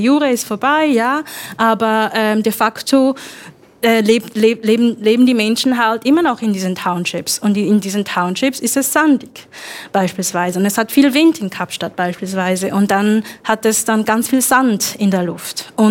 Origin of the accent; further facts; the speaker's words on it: Zurich, Switzerland; moved away as an adult; now in Bayreuth, Germany; ich bin aus Zürich, im Zürcher Unterland aufgewachsen.